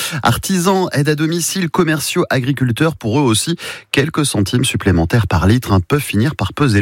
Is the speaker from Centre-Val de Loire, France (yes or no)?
no; Mayenne, Pays de la Loire, France; chez nous en Mayenne, la voiture, difficile de s'en passer quand on habite à plusieurs kilomètres de son travail